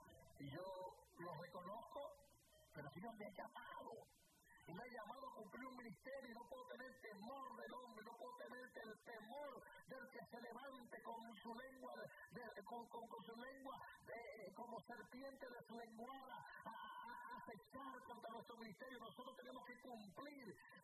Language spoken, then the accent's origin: Spanish; Puerto Rico; Mira, hermano, yo soy puertorriqueño y yo hablo con la L y con la R y todavía trato de educarme